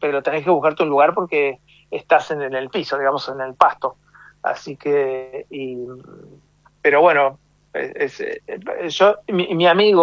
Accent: Buenos Aires, Argentina; moved away; somos de Buenos Aires originalmente.

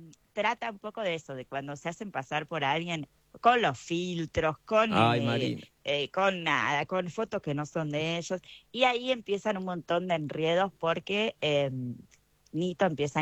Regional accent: Argentina

